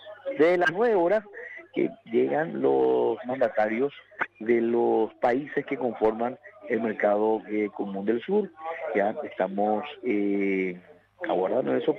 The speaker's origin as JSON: {"language": "Spanish", "country": "Paraguay", "said": "Y nosotros, como buen ciudadano paraguayo, estamos que conocemos el ambiente de fútbol"}